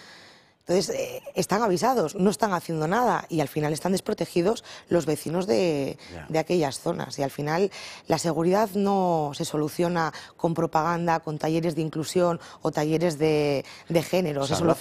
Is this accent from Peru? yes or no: no; Asturias, Spain; los asturianos somos muy españoles, pero también somos muy, muy asturianos, muy de nuestra tierra